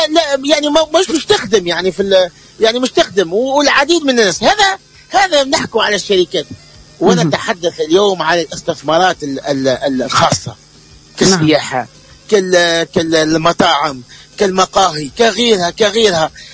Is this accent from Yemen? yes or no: no; Tunisia; احنا اليوم عندنا في تونس